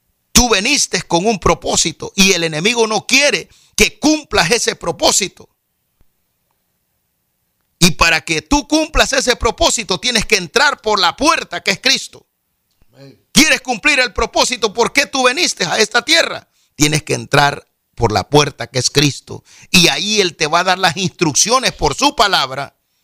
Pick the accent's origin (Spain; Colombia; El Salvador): El Salvador; moved away as an adult; now in United States; de donde venía, de mi tierra, El Salvador.